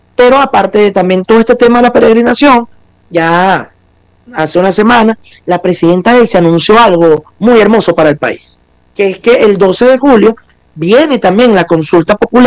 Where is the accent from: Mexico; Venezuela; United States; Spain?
Venezuela; Chacao, Miranda; yo como padre de familia, como venezolano, como ciudadano, como vecino de Chacao, del estado Miranda, un municipio que en algún momento fue muy violento, mucha violencia política